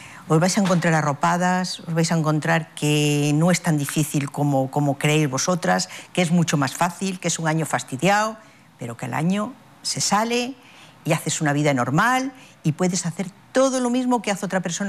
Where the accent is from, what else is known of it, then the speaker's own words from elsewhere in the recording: León, Castile and León, Spain; Yo soy de León